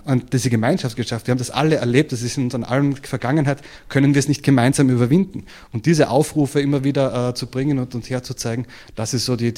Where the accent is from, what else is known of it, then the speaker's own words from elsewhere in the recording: Austria; Und das sind Dinge, die man nicht weiß als Österreicher. Und da war es für mich wichtig, was feiern wir wirklich als Österreicher?